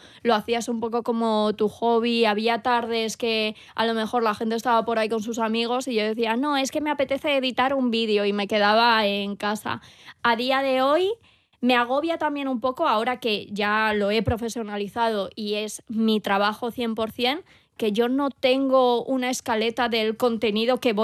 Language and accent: Spanish; Madrid, Community of Madrid, Spain; yo soy hija del cemento, soy hija de Madrid.